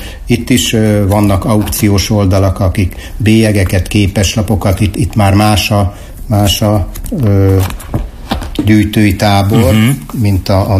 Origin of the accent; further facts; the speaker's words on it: Sajóbábony, Borsod-Abaúj-Zemplén, Hungary; also born or lived in Miskolc / Boldva; A gyerekkor, az általános iskolai gyerekkor, én azt tekintem gyerekkornak, az Sajóbábonyban.